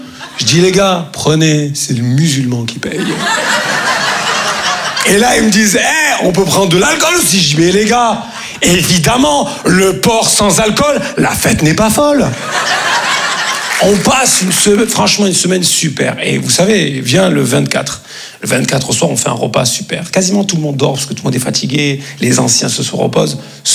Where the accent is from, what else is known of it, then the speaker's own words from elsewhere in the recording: Grand Est, France; Comme on dit chez nous, en Lorraine.